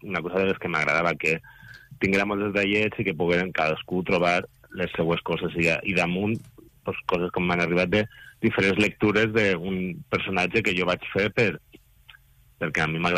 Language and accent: Catalan; Guardamar, Valencian Community, Spain; també la pots trobar en el meu poble, en Guardamar